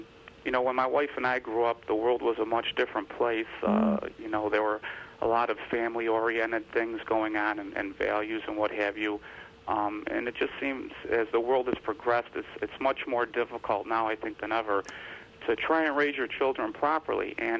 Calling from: New York, United States; We're from New York.

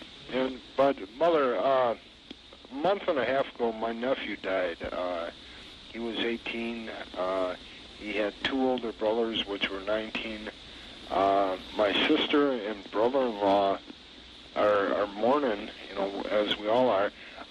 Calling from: Beaver Dam, Wisconsin, United States; Beaver Dam, Wisconsin.

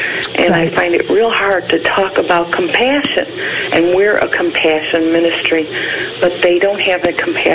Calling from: Alsip, Illinois, United States; I'm from Alsip, Illinois.

